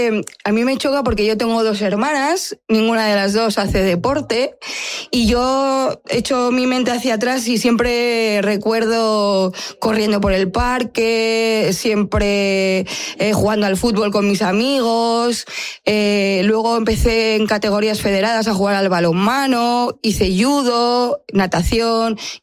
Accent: Madrid, Community of Madrid, Spain; moved away as an adult; now in Bilbao, Spain; yo vengo de Madrid, vine por este proyecto y llevo aquí 3 años en esta ciudad y me ha enamorado Bilbao. No quiero volver a Madrid.

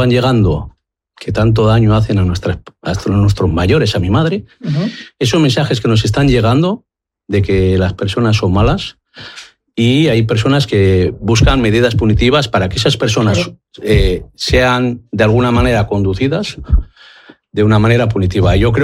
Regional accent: Basque Country, Spain; Mi padre, trabajador de toda la vida de Burgos, que vino y migró a Bilbao y trabajó como cientos de personas para levantar su sueldo, su familia y su país, que ahora sus hijos pensamos que somos vascos.

